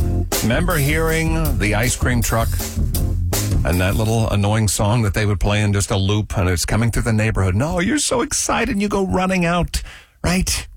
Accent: Kokomo, Indiana, United States; I grew up in Kokomo, Indiana.

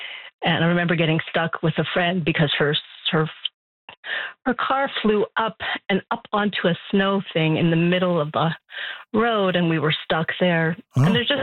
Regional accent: Montreal, Quebec, Canada; now in Baie-D'Urfé, Canada; I was born and raised in Montreal, and I started off living in NDG, and then I moved to Lower Westmount, and then I lived downtown back when rent was cheap enough to rent an apartment down there in your youth.

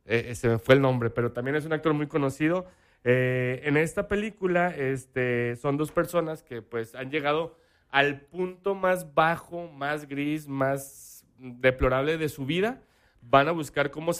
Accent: Mexico; Ni nosotros, que somos Sea, mexicanos

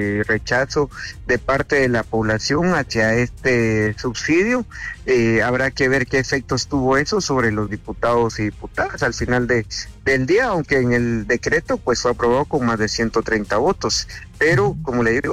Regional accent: Guatemala; las consecuencias que ahora estamos viviendo como guatemaltecos finalmente.

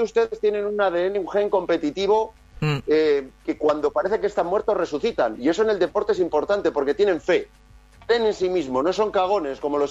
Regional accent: Spain; now in Madrid, Spain; yo siempre digo que soy un argentino atrapado en el cuerpo de un español

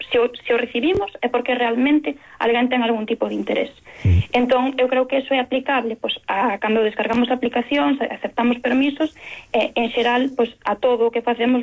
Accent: Galicia, Spain; nos que somos galegos

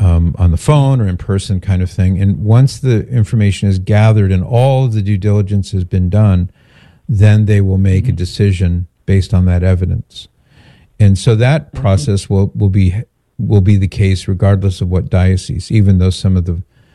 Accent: Mission Viejo, California, United States; I remember that because I grew up in Mission Viejo, so down the street from where you are.

